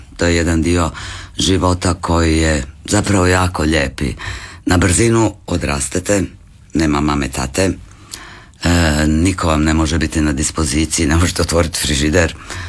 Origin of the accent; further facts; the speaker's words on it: Siverić, Šibenik-Knin County, Croatia; moved away as an adult; Nekako svi smo išli studirati u Zagreb nakon te Drniške gimnazije.